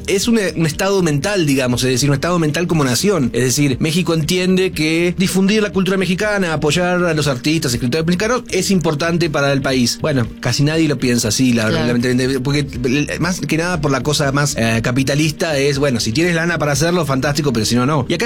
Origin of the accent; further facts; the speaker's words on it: Argentina; como en Argentina muchos somos, como en mi caso, hijos o nietos de europeos, de italianos, mi padre era italiano